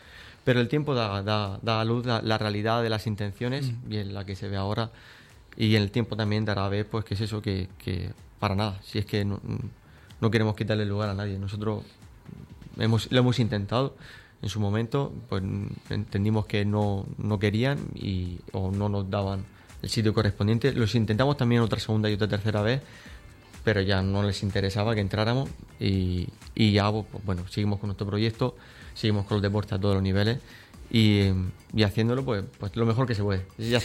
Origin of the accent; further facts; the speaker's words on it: Region of Murcia, Spain; Los murcianos somos tan talentosos.